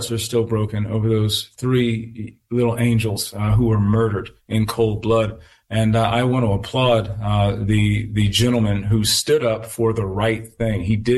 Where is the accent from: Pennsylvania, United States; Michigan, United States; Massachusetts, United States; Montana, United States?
Michigan, United States; Detroit; I was raised in Detroit, and the same houses that I passed by as a little boy that were burned during Devil's Night, I passed by as an adult